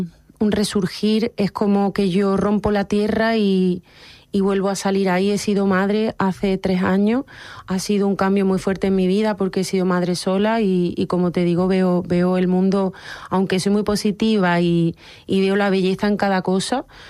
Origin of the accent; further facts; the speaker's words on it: Córdoba, Andalusia, Spain; moved away; also born or lived in Madrid; Córdoba es mi tierra de origen y para mí es una joya, es un sitio muy, muy especial, pero también amo Madrid porque he pasado casi 6 años en total de mi vida viviendo en Madrid